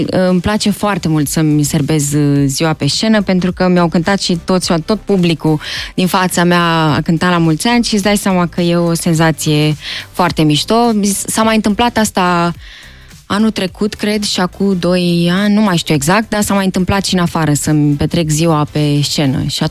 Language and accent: Romanian; Romania; ar trebui să știe că sunt româncă